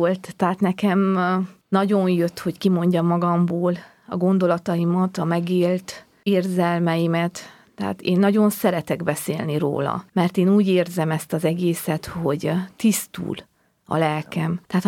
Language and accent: Hungarian; Transylvania, Romania; Erdélyből származom